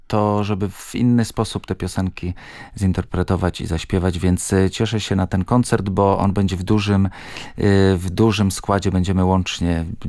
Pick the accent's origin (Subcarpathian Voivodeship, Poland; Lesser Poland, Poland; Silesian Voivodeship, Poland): Lesser Poland, Poland; Kraków; born there; urodziłem się w Krakowie